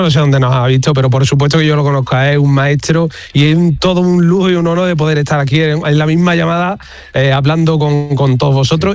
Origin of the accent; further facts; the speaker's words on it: Coria del Río, Andalusia, Spain; Coria del Río, sí, que soy oriundo de ahí